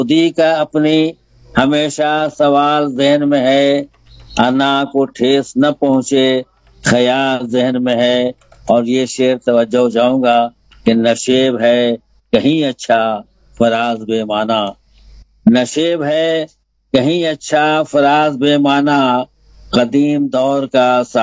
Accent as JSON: {"language": "Hindi", "town": "Aurangabad", "region": "Bihar", "country": "India", "said": "मैं औरंगाबाद बिहार का रहने वाला हूँ"}